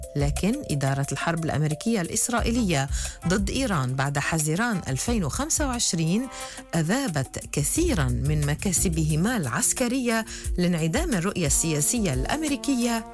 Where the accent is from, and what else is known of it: Lebanon